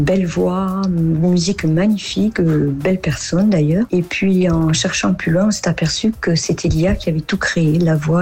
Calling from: Saint-Gilles-Croix-de-Vie, Pays de la Loire, France; de Saint-Gilles-Croix-de-Vie.

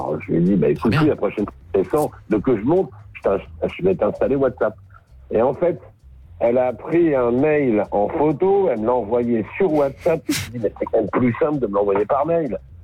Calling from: Nouvelle-Aquitaine, France; Moi, je suis en Dordogne.

